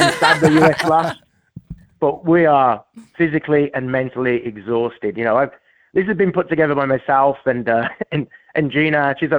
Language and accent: English; Birmingham, West Midlands, United Kingdom; moved away as an adult; now in South Milwaukee, United States; England, I'm from Birmingham. My family are from Ireland, which is why we have an Irish pub. And I love my heritage from Ireland too. But yeah, I grew up in England. I was there for 20 years and then moved to Wisconsin now 30 years ago.